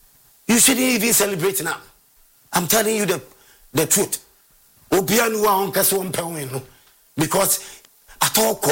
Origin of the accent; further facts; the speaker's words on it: Ghana; I'm a Ghanaian. Every Ghanaian wanted a win.